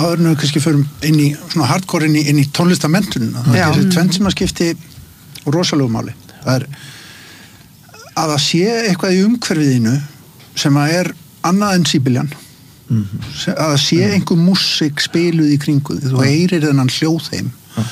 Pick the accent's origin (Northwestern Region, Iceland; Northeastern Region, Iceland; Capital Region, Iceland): Capital Region, Iceland; Garðabær; ég kem úr Garðabænum